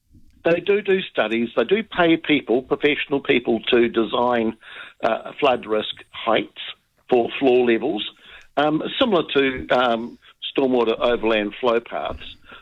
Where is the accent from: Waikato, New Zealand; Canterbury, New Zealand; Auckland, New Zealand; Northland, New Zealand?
Canterbury, New Zealand; Christchurch; and I'm originally from Christchurch